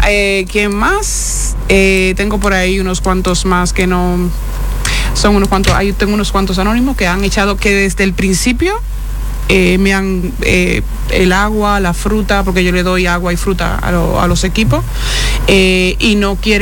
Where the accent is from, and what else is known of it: Dominican Republic; moved away